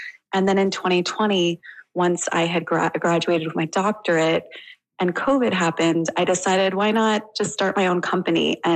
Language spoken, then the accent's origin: English; Fredericton, New Brunswick, Canada; moved away as an adult; also born or lived in Haynesville; now in Boston, United States; I absolutely loved growing up in Fredericton. I love the small town feel